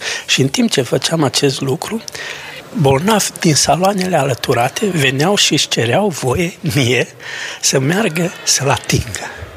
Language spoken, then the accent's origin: Romanian; Mireșu Mare, Maramureș County, Romania; în satul meu natal, de unde și el este, din Mireșul Mare